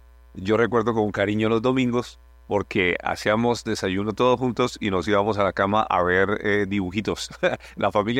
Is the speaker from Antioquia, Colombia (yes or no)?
no; Bogotá, Colombia; yo soy de Bogotá, Colombia. Nací por allá en el año 77.